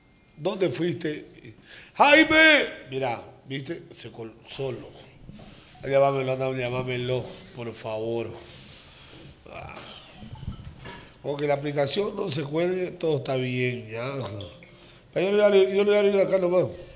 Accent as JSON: {"language": "Spanish", "region": "Santa Cruz", "country": "Bolivia", "said": "somos buenos cruceños"}